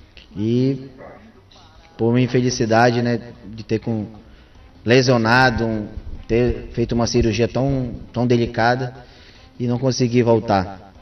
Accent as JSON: {"language": "Portuguese", "town": "Belém", "region": "Pará", "country": "Brazil", "tie": "born there", "said": "nasci no Guamá, onde todo mundo sabe, não só no Guamá, como em vários bairros considerados periferia, encontra-se com várias dificuldades"}